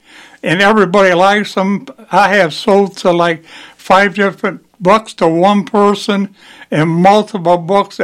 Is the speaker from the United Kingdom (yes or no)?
no; Indiana, United States; Basically, born and raised in Lake County, Indiana.